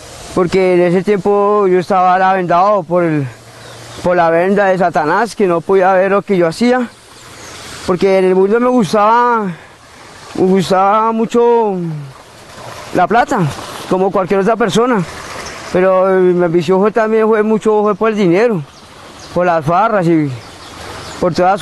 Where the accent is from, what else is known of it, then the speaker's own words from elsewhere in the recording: Bogotá, Colombia; yo duré también en mi barrio, que soy de Ciudad Bolívar.